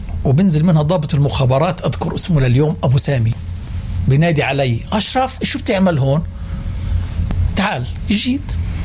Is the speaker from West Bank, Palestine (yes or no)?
no; Gaza, Gaza Strip, Palestine; moved away as an adult; also born or lived in Bulgaria / Russia